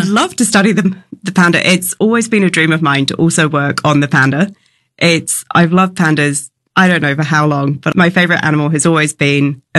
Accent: New Zealand; I grew up in New Zealand in Aotearoa, and we have so many beautiful species that are endangered

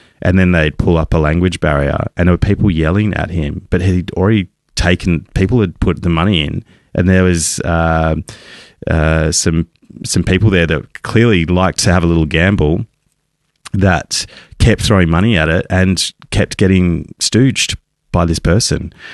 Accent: Australia

